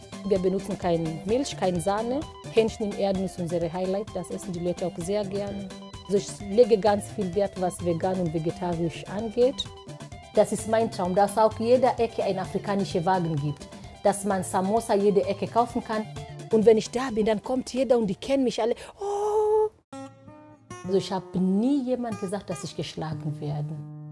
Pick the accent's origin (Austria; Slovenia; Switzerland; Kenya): Kenya; now in Germany; Ich komme aus Kenia.